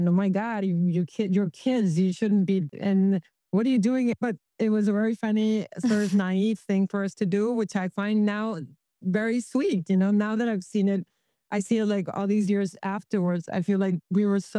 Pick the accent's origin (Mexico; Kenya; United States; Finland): Mexico; Tijuana, Baja California; In my family, Mexico was a big myth. We didn't have a cotidiana with Mexico City. We had a cotidiana with San Diego. We grew up with American television, American radio.